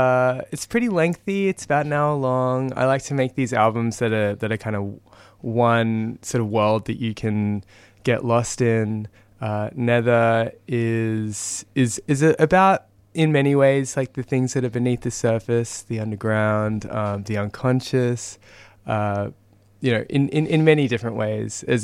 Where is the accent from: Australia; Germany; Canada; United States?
Australia; Sydney, New South Wales; I'm from Sydney, Gadigal country, Wangal country, and I make music of a few different kinds, mostly electronic music.